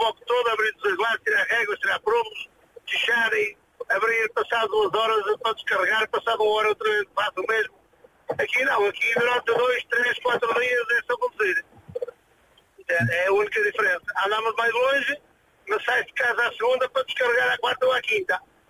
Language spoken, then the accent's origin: Portuguese; Lousada, Porto, Portugal; eu na minha zona, onde eu sou natural do Conselho de Lousada, ali de uma freguesia do Sol de Santo Lara de Bagosa